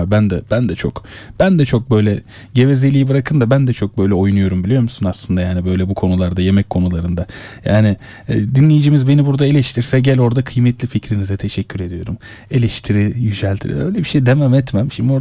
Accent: Istanbul, Turkey; Ben bilmiyorum Bayrampaşa'lıyım.

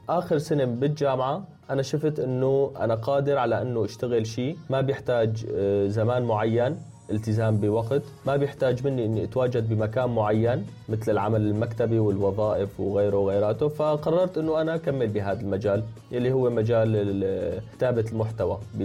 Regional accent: Syria; now in Turkey; هلا انا ببدايه رحلتي من سوريا لتركيا بصراحه ما كنت انسان بعتبر نفسي مثقف

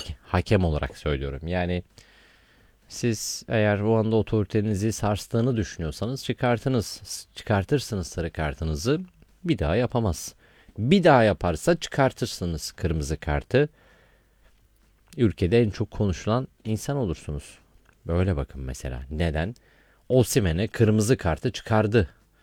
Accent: Iğdır, Turkey; tabii ben doğu kökenli bir insanım Iğdırlıyım.

